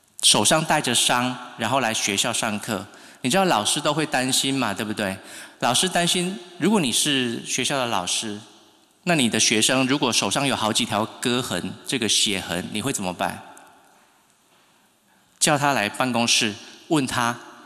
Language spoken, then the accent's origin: Chinese; Taichung, Taiwan; 我是台中人，我是台中太平人，以前太平那个快速道路还没有盖好以后很偏僻的